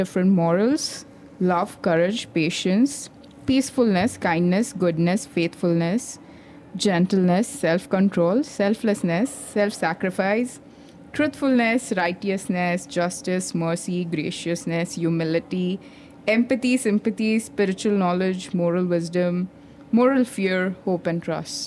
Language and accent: English; India